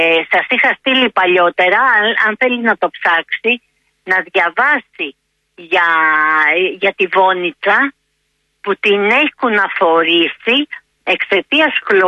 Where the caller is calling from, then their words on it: Greece; εμείς σαν Έλληνες δεν το έχουμε.